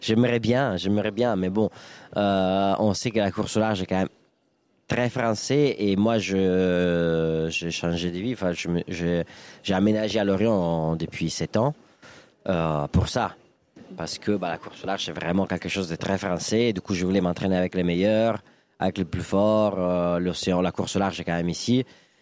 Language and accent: French; Milan, Lombardy, Italy; moi je viens pas du tout d'un milieu voileux, je suis des Milan, il n'y a pas de mer